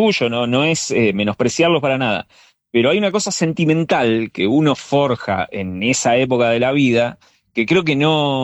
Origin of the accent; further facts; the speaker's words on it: Buenos Aires Province, Argentina; Yo, mirá, soy del conurbano de Zona Sur y éramos muy cabeza de tacho con el tema de, viste, el rock.